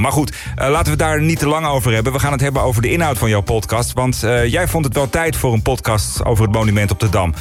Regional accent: Amsterdam, North Holland, Netherlands; je denkt natuurlijk als Amsterdammer ook, dit ding is er altijd al geweest.

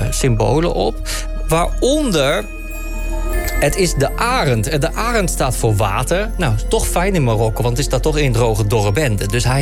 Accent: Netherlands; dat zijn wij Nederlanders.

